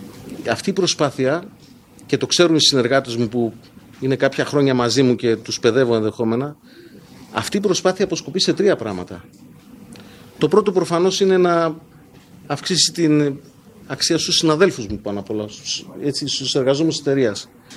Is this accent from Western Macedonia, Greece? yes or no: yes; Ptolemaida, Western Macedonia, Greece; στην πόλη μου, στην Τολεμαΐδα